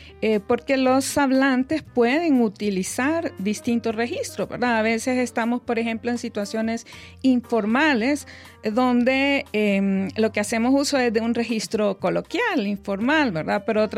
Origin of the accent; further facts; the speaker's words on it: Honduras; palabras de nuestro idioma, del español hondureño